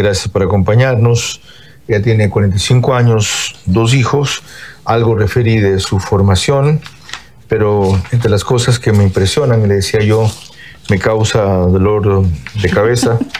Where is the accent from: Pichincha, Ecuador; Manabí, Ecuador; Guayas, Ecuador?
Manabí, Ecuador; Bahía de Caráquez; en Bahía de Cara, que es mi tierra